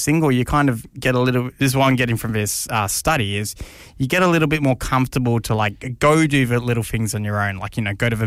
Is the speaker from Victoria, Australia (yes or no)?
no; Sydney, New South Wales, Australia; moved away; I'm originally from Sydney. I've moved to South Australia. So I don't really have a lot of mates yet.